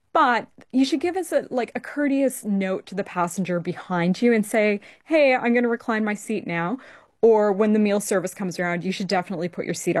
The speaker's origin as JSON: {"language": "English", "country": "Canada", "moved": "yes", "lives_now": "Australia", "said": "And even when I moved to Australia from Canada, I couldn't understand why everyone, even people I had just met or even like professional contacts, kept hugging me."}